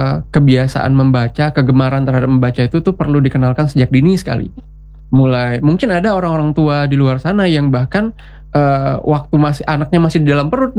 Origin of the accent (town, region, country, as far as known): Riau Islands, Indonesia